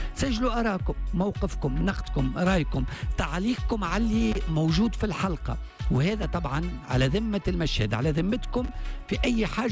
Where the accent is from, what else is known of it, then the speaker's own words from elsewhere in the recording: Tunisia; التوانسة ولينا قاسين على بعضنا